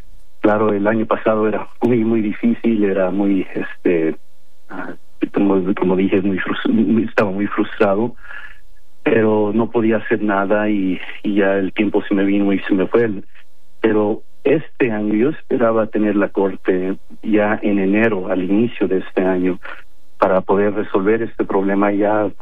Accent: Mexico; now in Reedley, United States; soy como cualquier otra persona, mexicano aquí en los Estados Unidos, y yo me considero muy orgullosamente americano

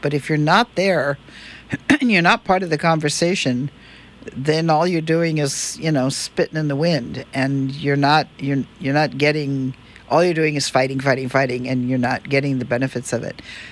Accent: Kaneohe, Hawaii, United States; born there; I was born in Kaneohe

